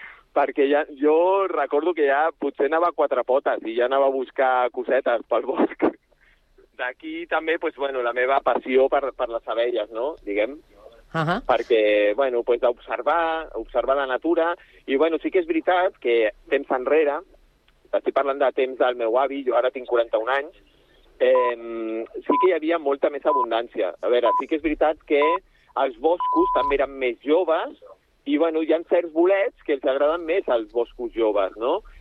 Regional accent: Sant Cugat del Vallès, Catalonia, Spain; soc fill de Sant Cugat i de la Floresta

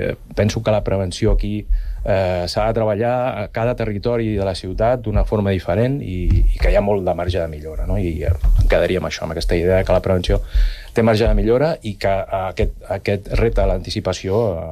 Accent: Sant Cugat del Vallès, Catalonia, Spain; jo per exemple soc de Volpelleres, visc a Volpelleres, i costa veure efectius a peu.

